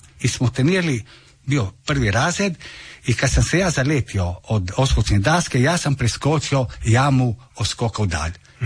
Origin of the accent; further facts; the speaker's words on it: Pula, Istria County, Croatia; born there; 93. smo, pošto smo rođeni u Puli, smo dali zahtjev i imamo mi hrvatsko državljanstvo.